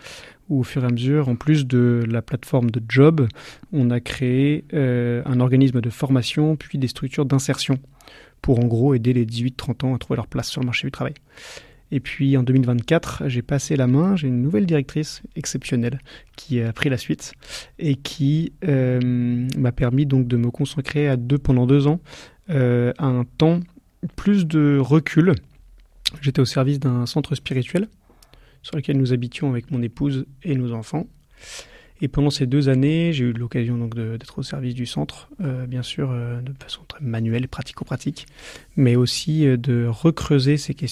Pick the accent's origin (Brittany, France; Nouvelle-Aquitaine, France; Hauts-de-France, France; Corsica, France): Brittany, France; now in Marseille, France; je vous appelle de Marseille. Je suis breton, donc je suis pas très loin de chez vous.